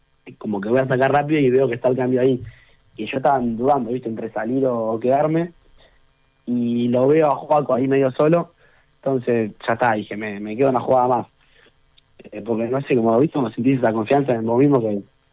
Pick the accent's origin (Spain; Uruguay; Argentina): Argentina; es lo que le transmiten de chico en Argentina. Por lo general, para mí nos caracterizamos por ser un poco vivos, un poco pícaros adentro de la cancha